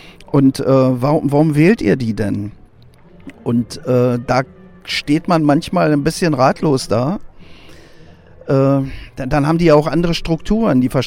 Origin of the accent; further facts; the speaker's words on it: Germany; von wo kommst du denn? Aus Deutschland.